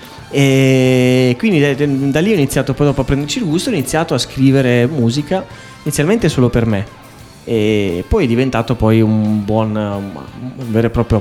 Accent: Ferrara, Emilia-Romagna, Italy; io sono cresciuto a Ferrara.

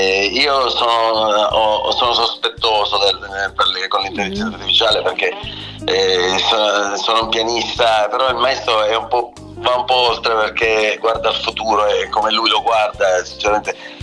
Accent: Sicily, Italy; non sono nato per la montagna, io guardavo il mare sin da piccolo dove ero in Sicilia

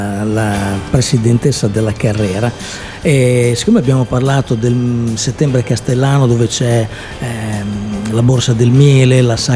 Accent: Bologna, Emilia-Romagna, Italy; sono foresto, vengo da Bologna.

